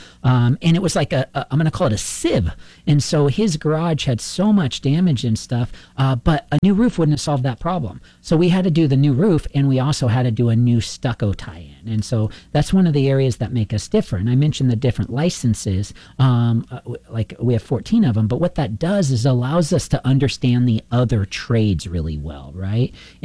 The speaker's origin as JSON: {"language": "English", "country": "Portugal", "tie": "born or raised there", "moved": "yes", "said": "I was gone for 3 weeks on that trip to Portugal and see my hometown there."}